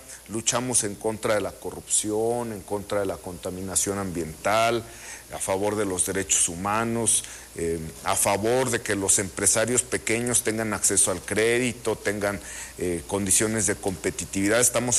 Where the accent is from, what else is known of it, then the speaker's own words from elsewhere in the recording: Morelia, Michoacán, Mexico; Soy de Morelia, yo estudié en la secundaria técnica número 3, la que está frente al zoológico.